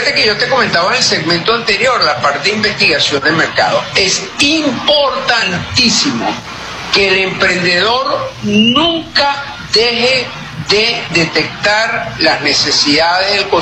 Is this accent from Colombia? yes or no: no; Venezuela; Valoramos la solidaridad como venezolanos.